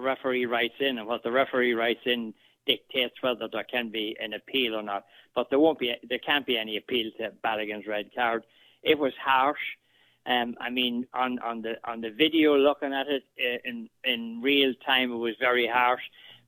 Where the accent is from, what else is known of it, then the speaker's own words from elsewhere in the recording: Ireland; then I'm Irish.